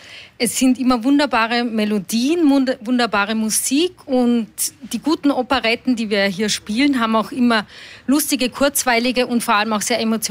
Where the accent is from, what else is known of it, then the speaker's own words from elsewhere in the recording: Salzburg, Austria; moved away; also born or lived in Vienna; Ich komme ganz ursprünglich aus Salzburg, also ich fühle mich fast ein bisschen wie zu Hause hier.